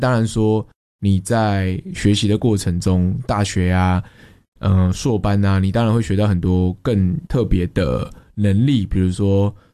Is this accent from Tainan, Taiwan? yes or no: no; Taichung, Taiwan; 然后那时候推杯给戏剧系，推助谋，我是台中人，